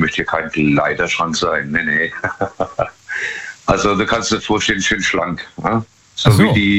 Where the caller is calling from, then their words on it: Pirmasens, Rhineland-Palatinate, Germany; Ich bin aus der Pfalz, Pirmasens.